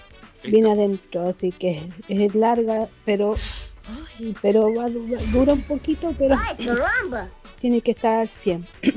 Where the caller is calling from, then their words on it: Chile; de Santa Julia